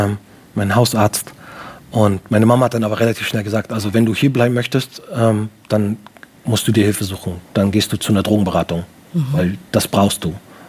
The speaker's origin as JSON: {"language": "German", "region": "Baltic coast", "country": "Germany", "said": "Ich komme aus der Nähe von der Ostsee."}